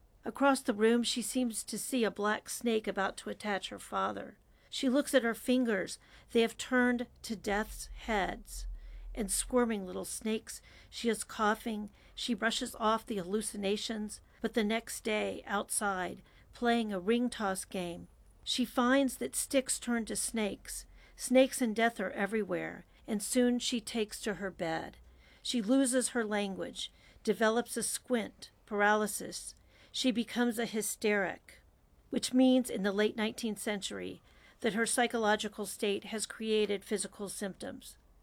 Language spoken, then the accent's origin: English; Houston, Texas, United States; I grew up in Houston